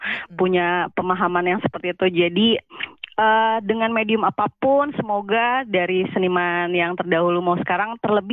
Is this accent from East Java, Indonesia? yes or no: no; Jakarta, Indonesia; karya cicak itu metafora akan bagaimana kita orang Jakarta tuh bisa bertahan hidup.